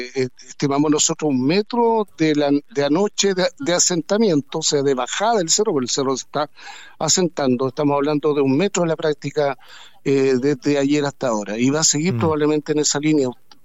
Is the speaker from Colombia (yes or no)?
no; Chile; todos somos chilenos y chilenas